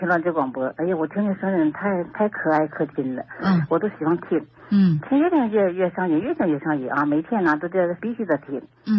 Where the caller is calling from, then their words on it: Tianjin, China; 天津宁河的人。今年69岁。